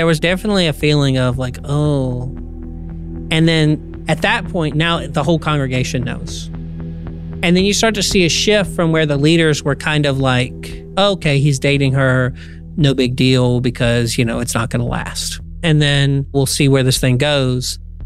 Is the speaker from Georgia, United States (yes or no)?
yes; Georgia, United States; moved away; I'm from Georgia, so I wasn't totally unfamiliar with racism.